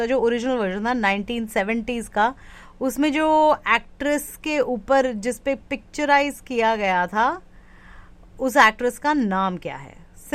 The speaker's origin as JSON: {"language": "Hindi", "region": "Delhi", "country": "India", "moved": "yes", "lives_now": "Texas, United States", "said": "मैं दिल्ली से हूँ और दिल्ली में तो था नहीं होको।"}